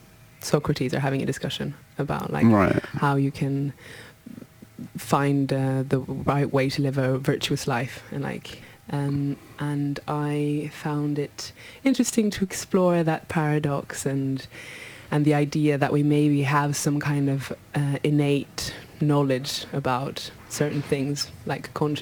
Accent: Oslo, Norway; moved away; I grew up in Oslo

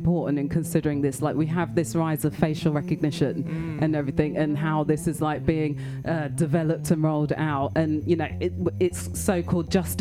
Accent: United Kingdom; born and raised in Britain

